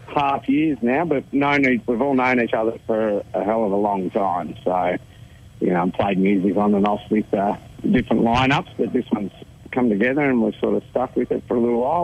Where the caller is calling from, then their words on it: Victoria, Australia; I'm calling in from just outside of Bryce in northeast Victoria.